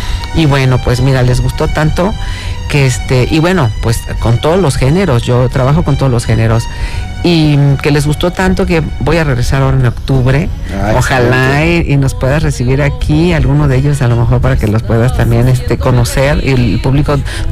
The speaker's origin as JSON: {"language": "Spanish", "region": "Veracruz", "country": "Mexico", "said": "vengo de Veracruz y allá la música es muy guapachosa."}